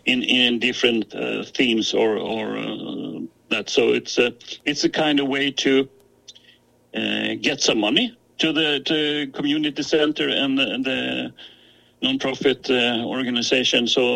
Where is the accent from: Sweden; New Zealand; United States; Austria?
Sweden; Gotland; English is a second language